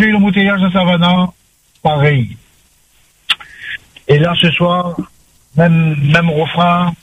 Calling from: Saint-Paul, Réunion; Là, je suis à Combé, en fait, avant l'Urcopa.

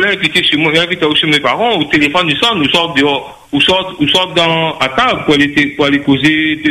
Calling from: Saint-Denis, Réunion; mais je suis à Saint-Denis.

